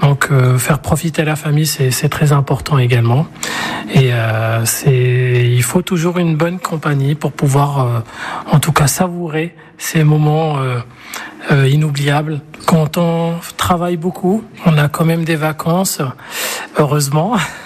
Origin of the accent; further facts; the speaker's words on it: Casablanca, Casablanca-Settat, Morocco; now in Poitiers, France; Je suis de Casablanca, je vis à Poitiers.